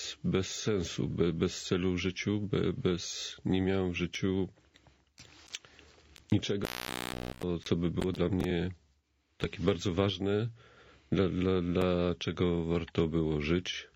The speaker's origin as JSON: {"language": "Polish", "region": "eastern Poland", "country": "Poland", "tie": "born or raised there", "said": "I wychowałem się na wsi, na takiej bardzo drogiej wiosce na wschodzie."}